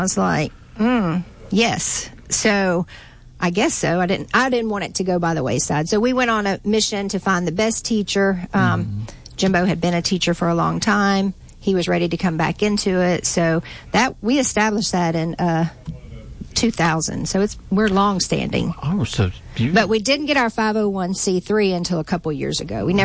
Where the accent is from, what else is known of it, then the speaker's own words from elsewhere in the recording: Haughton, Louisiana, United States; also born or lived in Lynchburg, Virginia; I lived here, grew up in Houghton, went away to college at Liberty University in Lynchburg, Virginia